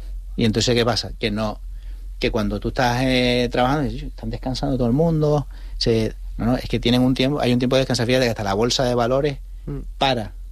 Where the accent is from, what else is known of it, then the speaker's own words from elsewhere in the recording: Canary Islands, Spain; moved away; como canario me gustaba